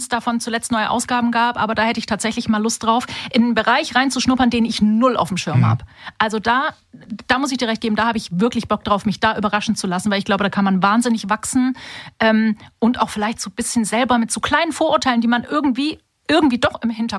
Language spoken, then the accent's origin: German; Stuttgart, Baden-Württemberg, Germany; Das war ein Theater in Stuttgart, in meiner Heimat, witzigerweise.